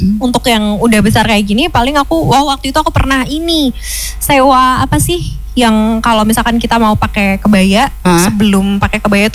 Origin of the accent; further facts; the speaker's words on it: Semarang, Central Java, Indonesia; Kita warga Semarang